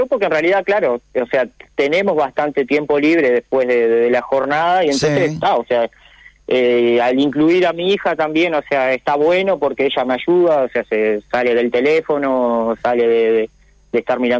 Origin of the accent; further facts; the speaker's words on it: San Carlos, Maldonado, Uruguay; now in José Ignacio, Uruguay; Soy de San Carlos de Maldonado, pero ahora por temas laborales, hace 4 años y medio que estamos en José Ignacio.